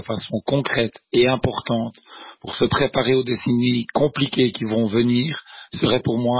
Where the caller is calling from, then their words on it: Vaud, Switzerland; de Chabret, de la Bravaudoise.